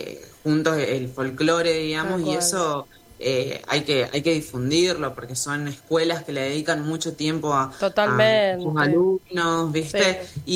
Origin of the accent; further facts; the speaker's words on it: Puerto Rico, Misiones, Argentina; moved away as an adult; also born or lived in Córdoba; now in Buenos Aires, Argentina; soy de Misiones, de Puerto Rico, Misiones. Actualmente vivo en Flores, en Buenos Aires, en Flores.